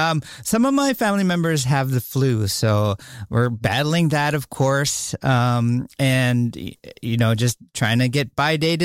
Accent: Bethel, Alaska, United States; I'm from Bethel

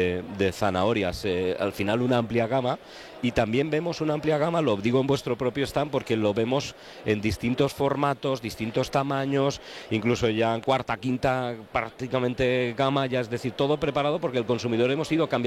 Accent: Castile and León, Spain; ¿somos conscientes los castellanos y leoneses de ese potencial que tenemos en nuestras frutas

